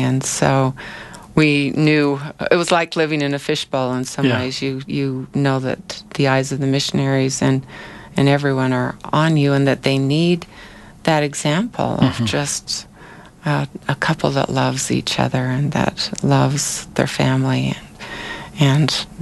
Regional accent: Rexburg, Idaho, United States; now in Sandy, United States; I grew up in Rexburg, Idaho.

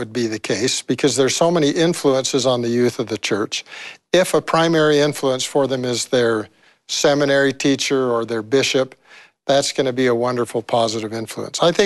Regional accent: Raymond, Alberta, Canada; The town I grew up in was a small Mormon town. It's in Canada, and some people are surprised to hear that it was essentially a Mormon town.

